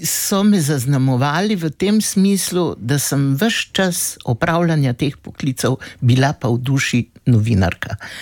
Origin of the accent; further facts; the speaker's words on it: Koper, Coastal–Karst, Slovenia; Koper je seveda moje rojstno mesto. Rodila sem se v porodnišnici, živeli smo pa v tisti znani hiši